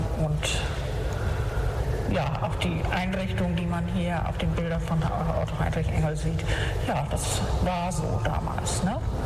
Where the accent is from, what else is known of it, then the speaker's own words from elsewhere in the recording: Alkersum, Schleswig-Holstein, Germany; Aber meine Schwestern und ich, wir sind ja auf dem Hof geboren, wenn du so willst, oder groß geworden. Und wir haben so nie zum Dorf Alkersum dazugehört.